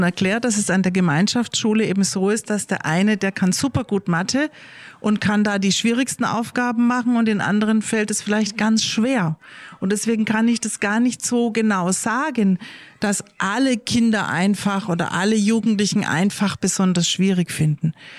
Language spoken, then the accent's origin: German; Germany; first language de; Also ich spreche natürlich Deutsch, weil das ist meine Muttersprache. Das habe ich gelernt als Kind, meine ganze Familie, meine Eltern. Das sind alles Leute, die in Deutschland aufgewachsen sind und wir haben Deutsch gesprochen.